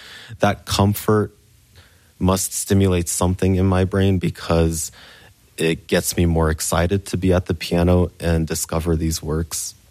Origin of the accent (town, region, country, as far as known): Japan; born or raised there